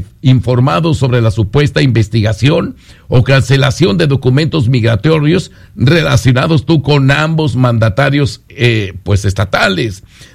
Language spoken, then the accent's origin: Spanish; Mexico; Y como mexicanos, tenemos que creer, y ojalá se los traigan a Estados Unidos.